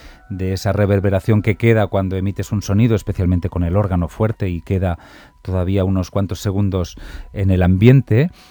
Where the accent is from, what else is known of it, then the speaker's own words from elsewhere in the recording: Valencia, Valencian Community, Spain; also born or lived in Santiago de Compostela; de mi ámbito local de Valencia, de donde yo soy y donde vivía en aquel momento